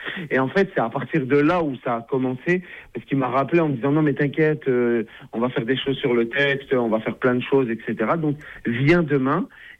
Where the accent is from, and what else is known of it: Grenoble, Auvergne-Rhône-Alpes, France; born or raised there